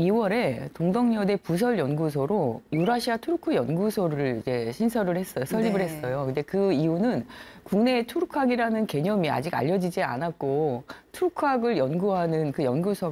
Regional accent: South Korea; 제가 이제 한국인 학자긴 하지만

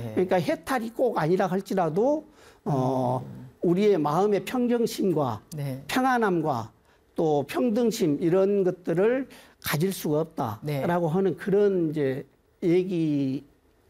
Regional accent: Sinan County, South Jeolla, South Korea; 제 이제 그 고향이 전라남도 신안군에 있는 증도면이라고 바닷가 어촌마을이거든요. 그리고 이제 저희 집이 저희 어렸을 때에 그 고기 잡는 그런 배를 가지고 있었어요.

